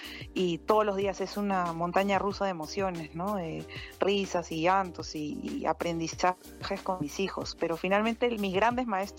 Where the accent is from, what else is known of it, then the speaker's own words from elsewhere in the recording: Peru; moved away; mi esposo es peruano, yo soy peruana, entonces en la casa solamente hablamos español